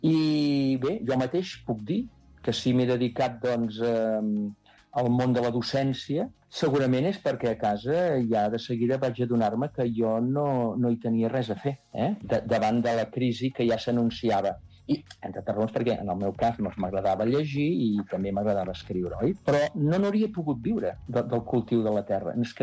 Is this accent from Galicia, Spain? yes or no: no; Taradell, Catalonia, Spain; moved away as an adult; havia estat, doncs, en fi, vivint fins als 25 anys en una masoveria, que és la masoveria familiar